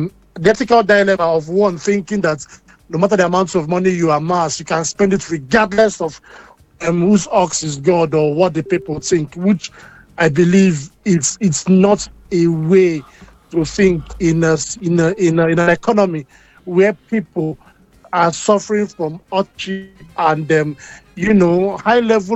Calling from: Leeds, Yorkshire and the Humber, United Kingdom; I'm calling from Leeds.

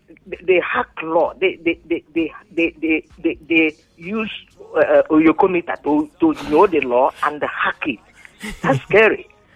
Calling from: Lagos, Nigeria; from Festac.

